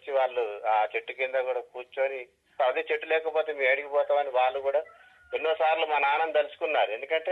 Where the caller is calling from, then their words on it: Rampuram, Telangana, India; మాది భద్రాద్రి కొత్తగూడెం జిల్లా రాంపురం గ్రామం సార్.